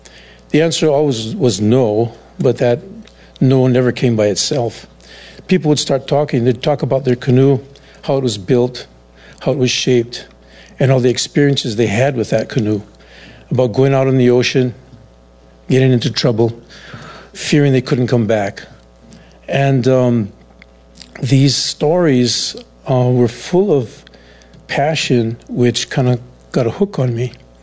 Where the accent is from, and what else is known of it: Honokaa, Hawaii, United States; born or raised there; also born or lived in Lapu'ihoi